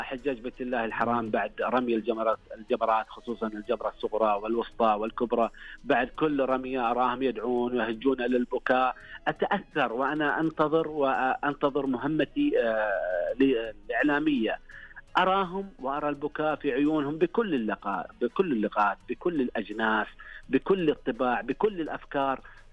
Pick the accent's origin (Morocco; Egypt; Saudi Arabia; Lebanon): Saudi Arabia; تعلمنا كسعوديين